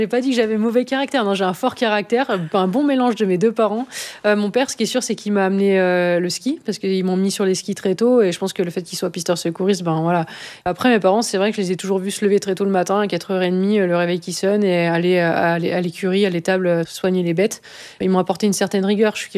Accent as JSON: {"language": "French", "town": "Les Saisies", "region": "Auvergne-Rhône-Alpes", "country": "France", "tie": "born or raised there", "said": "je viens d'une station des Saisies qui est une station alpine"}